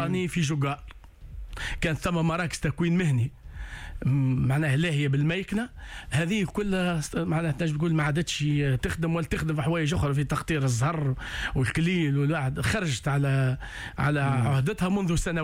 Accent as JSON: {"language": "Arabic", "country": "Tunisia"}